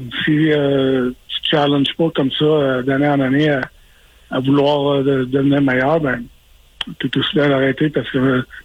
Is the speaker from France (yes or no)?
no; Quebec, Canada; étant donné que je suis Québécois